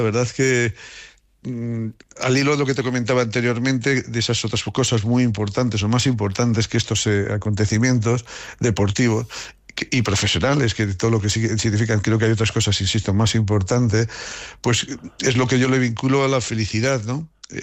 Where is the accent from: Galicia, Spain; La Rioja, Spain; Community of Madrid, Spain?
La Rioja, Spain; Haro; yo me he sentido siempre y me siento muy querido en mi pueblo. Bueno, mi pueblo, la alcaldesa cuando me oye hablar así se enfada porque dice … que Haro es una ciudad.